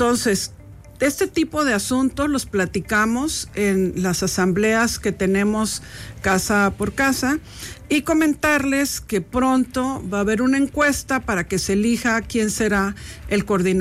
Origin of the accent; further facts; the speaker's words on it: Mexico; qué vamos a hacer como mexicanos